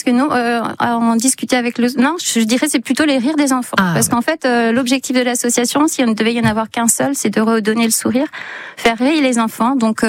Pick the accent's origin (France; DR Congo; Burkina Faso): France; Bitche, Grand Est; Bah, moi, je suis de Beach, mais c'est vrai que les cœurs éléphants, on est dans le Beacherland.